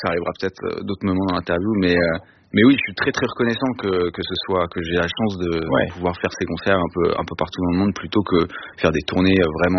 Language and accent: French; Vouvray, Centre-Val de Loire, France; J'ai grandi à Tours dans un village qui s'appelle Vouvray, qui est à côté